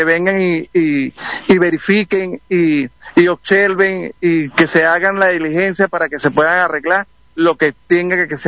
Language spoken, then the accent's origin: Spanish; Cagua, Aragua, Venezuela; nosotros como venezolanos